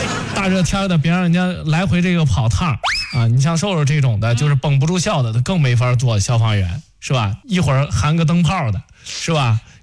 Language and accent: Chinese; Northeast China, China; 作为东北人，小品没看过吗？